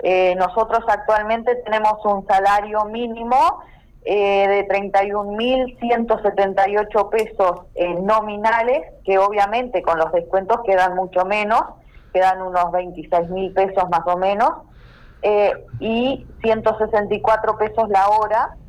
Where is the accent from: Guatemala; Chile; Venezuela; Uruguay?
Uruguay; interior; moved away; más con el interior, que es de donde vengo